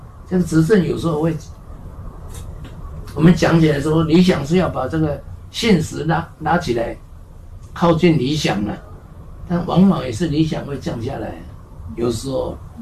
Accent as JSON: {"language": "Chinese", "country": "Taiwan"}